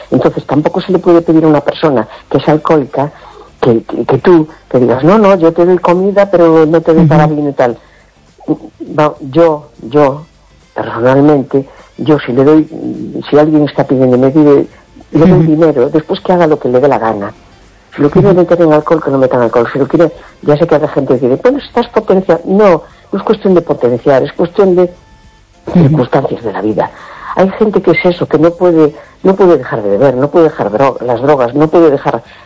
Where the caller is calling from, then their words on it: A Coruña, Galicia, Spain; Hola, buenas noches … de La Coruña.